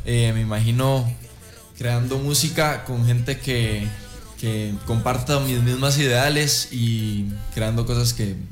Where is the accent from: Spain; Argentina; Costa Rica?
Costa Rica; Vengo de la playa, nací aquí en Costa Rica, pero desde pequeño me crecí en la playa.